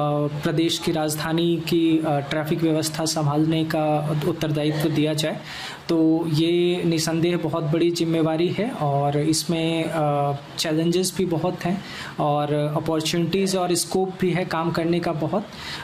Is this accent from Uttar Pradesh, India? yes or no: yes; Madwa Dhanawal, Uttar Pradesh, India; देखिए, मैं उत्तर प्रदेश के मिर्ज़ापुर डिस्ट्रिक्ट से बिलोंग करता हूँ, और मेरा जो जन्म स्थान है वो एक गांव पड़ता है मड़वा धनावल, वहाँ पे जन्म हुआ।